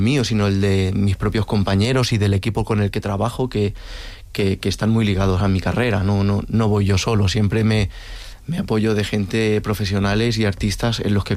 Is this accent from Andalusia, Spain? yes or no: no; Barcelona, Catalonia, Spain; soy de Barcelona y tengo unas raíces andaluzas muy fuertes